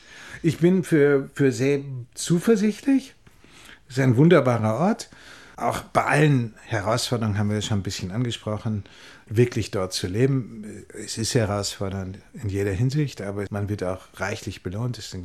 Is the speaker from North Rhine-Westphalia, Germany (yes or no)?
yes; North Rhine-Westphalia, Germany; now in Klausen, Italy; ich bin im Ruhrgebiet groß geworden.